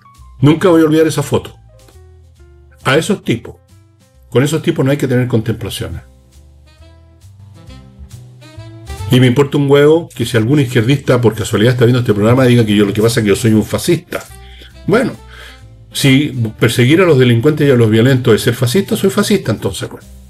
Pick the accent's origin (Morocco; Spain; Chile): Chile